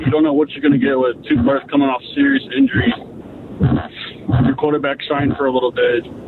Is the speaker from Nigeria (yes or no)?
no; Dallas, Texas, United States; now in Chicago, United States; I'm from Dallas, but I live in Chicago. I'm a Cowboys fan.